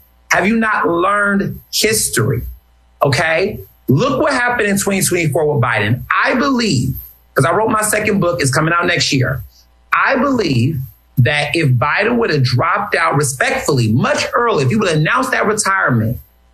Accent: Houston, Texas, United States; also born or lived in Chicago; now in Philadelphia, United States; I was born in Chicago. I grew up in Houston.

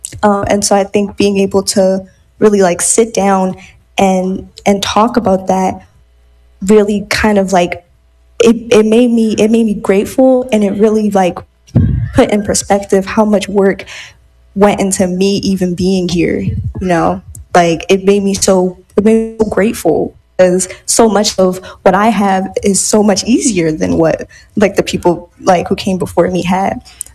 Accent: Philadelphia, Pennsylvania, United States; I come from, I'm from North Philly

